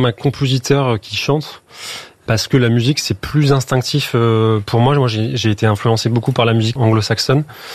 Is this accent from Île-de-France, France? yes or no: no; Toulouse, Occitanie, France; Je viens exactement de la banlieue de Toulouse